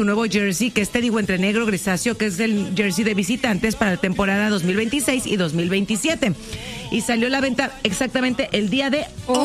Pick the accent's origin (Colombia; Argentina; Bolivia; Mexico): Mexico; Sonora; Nosotros venimos, yo vengo de Sonora.